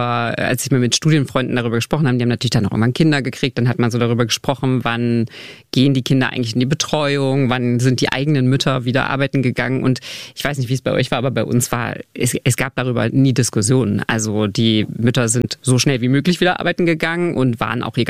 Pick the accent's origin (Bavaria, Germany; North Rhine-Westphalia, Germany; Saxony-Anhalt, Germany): Saxony-Anhalt, Germany; Magdeburg; Ich bin ja auch in Magdeburg groß geworden